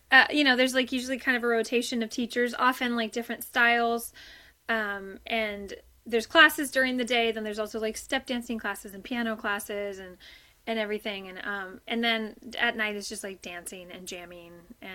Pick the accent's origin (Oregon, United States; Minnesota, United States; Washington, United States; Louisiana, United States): Oregon, United States; Port Orford; I'm from Port Orford, Oregon, which is just an hour north of the border